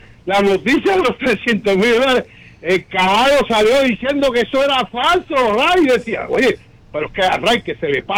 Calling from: Cuba

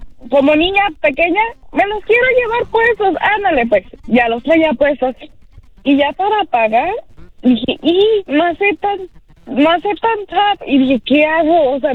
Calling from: Mexico; yo soy latina, estoy orgullosa de ser mexicana

